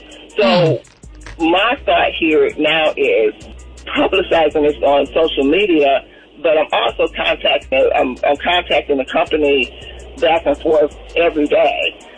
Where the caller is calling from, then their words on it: Atlanta, Georgia, United States; from Atlanta.